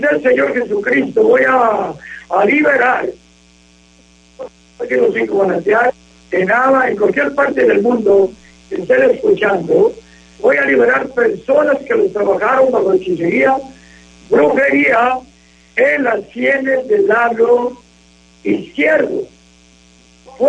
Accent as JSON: {"language": "Spanish", "town": "Río Bravo", "country": "Mexico", "moved": "yes", "said": "vivimos en Allende, yo soy del pueblo de Río Bravo, vivimos en Allende hace muchos años"}